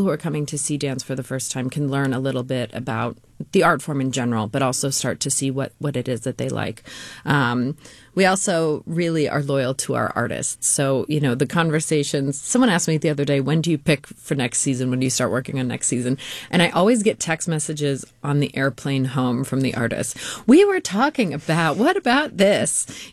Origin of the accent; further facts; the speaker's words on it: Lake Tahoe, United States; You know, I mean, Lake Tahoe, I'm not complaining. Growing up in Lake Tahoe is a really fabulous thing.